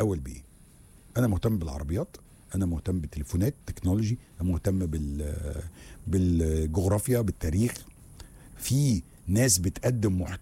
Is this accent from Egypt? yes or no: yes; Luxor, Luxor Governorate, Egypt; انا بما اني بقى بتكلم على من الاقصر وانا راجل من الاقصر